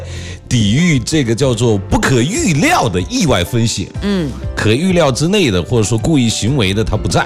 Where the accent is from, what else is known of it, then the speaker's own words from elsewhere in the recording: Xianyou, Fujian, China; moved away; 莆田仙游